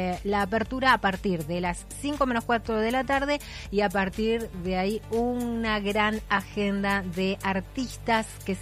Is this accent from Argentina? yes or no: yes; Aluminé, Neuquén, Argentina; now in Alto Valle, Argentina; Fue la primera ciudad del Alto Valle que me recibió cuando me vine desde Aluminé.